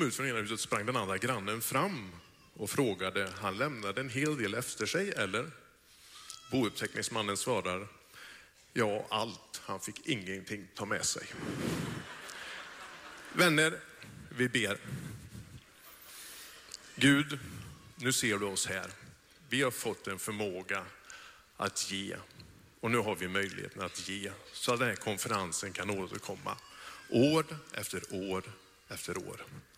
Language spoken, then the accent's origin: Swedish; Gillsta, Västra Götaland County, Sweden; Just Gillsta, där jag kommer ifrån, där har vi en liten ekumeniaförsamling. Vi är 28 medlemmar.